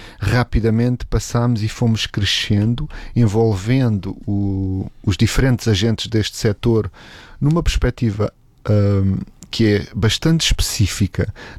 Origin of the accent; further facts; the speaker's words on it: Algarve, Portugal; moved away as an adult; now in Lisbon, Portugal; Então, eu vim lá do Algarve para Lisboa para estudar Direito e depois quis a vida que eu alinhasse aí para outras atividades.